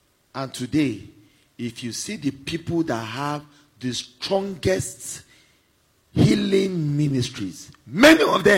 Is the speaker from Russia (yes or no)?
no; Ibadan, Oyo, Nigeria; When I was growing up, I grew up in University of Ibadan. There were giants in University of Ibadan.